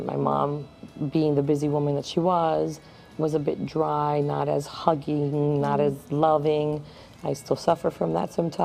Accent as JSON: {"language": "English", "region": "New York", "country": "United States", "tie": "born or raised there", "also_born_or_lived": "Massachusetts", "moved": "yes", "said": "So I was born in New York of Dominican parents"}